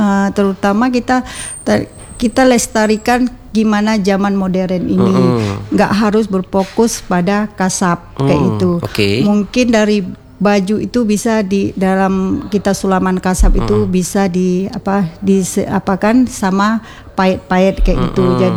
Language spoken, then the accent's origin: Indonesian; Meulaboh, Aceh, Indonesia; daerah khususnya kita Melabo, Aceh Barat